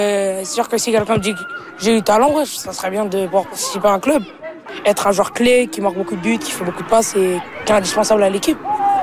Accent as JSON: {"language": "French", "country": "France", "tie": "born or raised there", "said": "Puis j'ai grandi en France, donc c'est un pays vraiment qui aime le foot."}